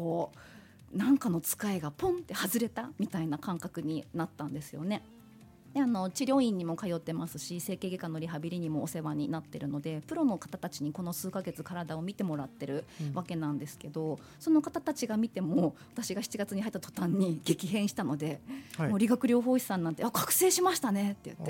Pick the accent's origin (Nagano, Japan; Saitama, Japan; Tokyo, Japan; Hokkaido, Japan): Hokkaido, Japan; Sapporo; 私は生まれも育ちもずっと札幌以外に住んだことがございません。